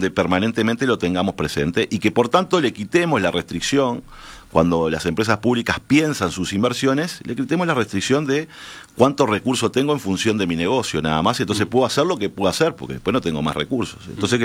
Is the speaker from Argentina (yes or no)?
no; Uruguay